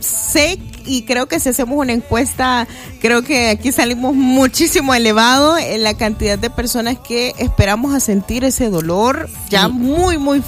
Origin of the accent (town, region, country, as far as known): El Salvador